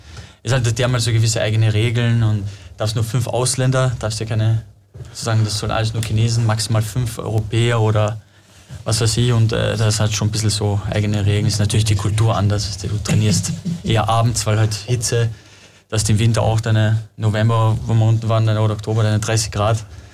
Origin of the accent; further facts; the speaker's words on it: Kosovo; moved away; also ich spreche jetzt, sagen wir so fließend Albanisch, komme aus dem Kosovo, ja. Deutsch und Englisch. Das ist einmal fließend.